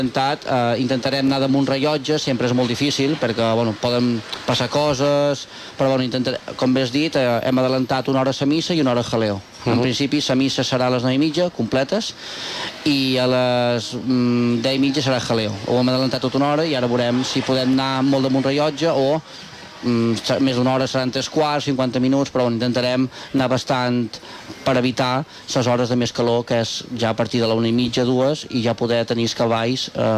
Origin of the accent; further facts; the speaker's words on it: Sant Lluís, Balearic Islands, Spain; soc molt de, sempre ho dic, soc molt de Sant Lluís i per jo és un orgull poder ser aquesta figura dins la colcada i representar el que és tot el poble de Sant Lluís